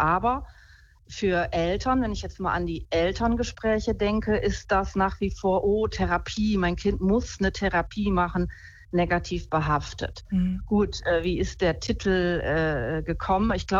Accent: Osnabrück, Lower Saxony, Germany; Also ich komme aus Osnabrück, da war der Sonntag heilig, ganz klar.

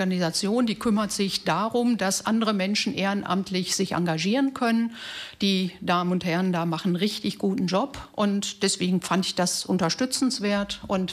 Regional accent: North Rhine-Westphalia, Germany; also born or lived in Kiel; now in Travemünde, Germany; ursprünglich aus NRW komme, seit einigen Jahren in Travemünde lebe, weil ich immer wieder ans Meer wollte

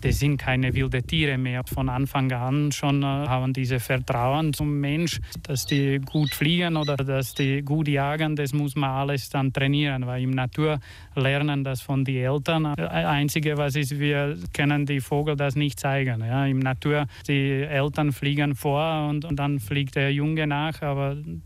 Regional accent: Slovakia; now in Austria; Genau, ich habe mit 14 Jahren angefangen mit den Greifvogelarbeiten. Bei uns in der Slowakei

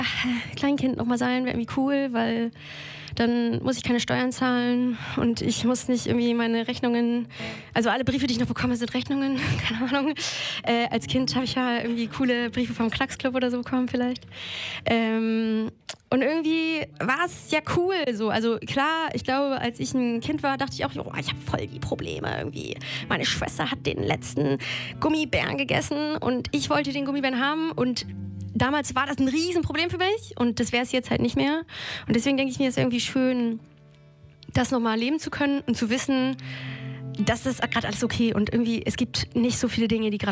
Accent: Soltau, Lower Saxony, Germany; now in Hamburg, Germany; Ich komme aus Soltau. Genau, der Heidepark. da komme ich eigentlich her.

